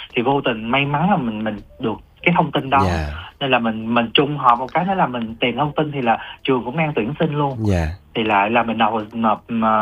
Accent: Bạc Liêu, Bac Lieu, Vietnam; Thật ra là bản thân mình đó là mình sinh ra và lớn lên ở miền Tây, ở Bạc Liêu. thì mình rất là thích hơi thở của miền Tây

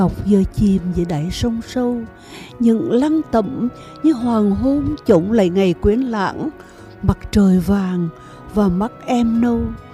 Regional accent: Huế, Thừa Thiên Huế, Vietnam; born there; Tại vì chị sinh ra ở Huế nhưng chị rất ít ở Huế, chị ở các tỉnh khác chứ không phải ở Huế.

